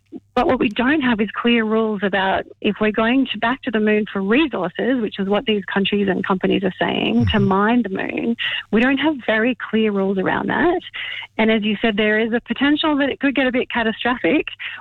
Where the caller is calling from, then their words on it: Canada; I'm calling you from Canada right now.